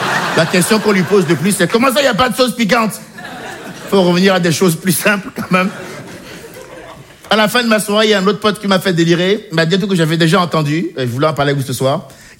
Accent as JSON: {"language": "French", "country": "Benin", "tie": "born or raised there"}